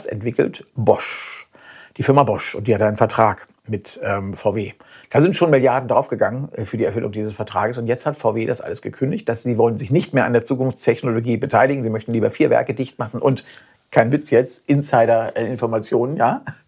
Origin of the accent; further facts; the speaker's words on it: Germany; als Deutscher